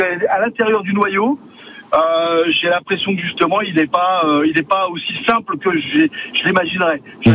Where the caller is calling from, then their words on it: Dijon, Bourgogne-Franche-Comté, France; Et je suis à Dijon depuis les années 80.